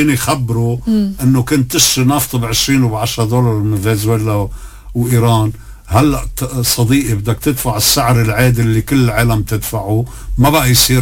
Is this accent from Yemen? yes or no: no; Lebanon; نحن كل لبناني مؤمن بلبنان